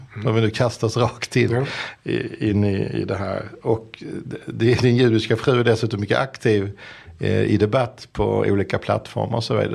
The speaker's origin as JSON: {"language": "Swedish", "region": "Skåne", "country": "Sweden", "accent": "Skåne", "said": "jag tycker att skånska är väldigt fult. Och jag tycker inte om min egen dialekt."}